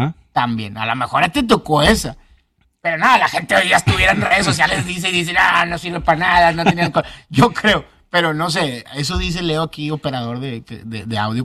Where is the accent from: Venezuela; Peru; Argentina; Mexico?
Mexico; No, nos estábamos muriendo nosotros como mexicanos.